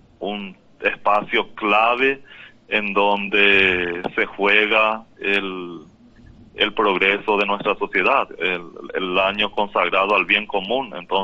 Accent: Paraguay; now in Pedro Juan Caballero, Paraguay; yo soy oriundo de un pueblo pequeño en la ribera del río Paraná

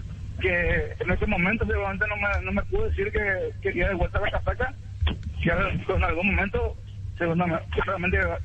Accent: Montevideo, Uruguay; Clao que sí, vivo en Reducto, sí. Soy de Reducto, soy casi vecino de eso.

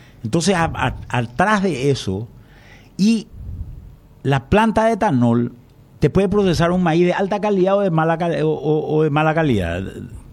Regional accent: Paraguay

